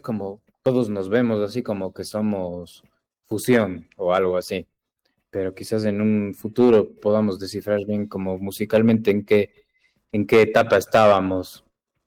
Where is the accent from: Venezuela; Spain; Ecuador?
Ecuador; uno como ecuatoriano haga música distinta que alguien en Europa